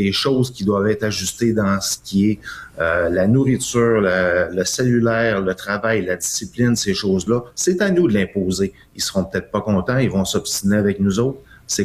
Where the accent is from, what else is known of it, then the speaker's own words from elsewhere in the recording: Quebec, Canada; je suis du Saint-Lac-Saint-Jean